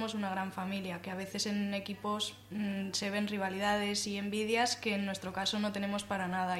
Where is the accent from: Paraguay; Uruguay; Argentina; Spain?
Spain; Calatayud, Aragon; porque yo, por ejemplo, que soy fuera de Aniñón, yo soy de Calatayud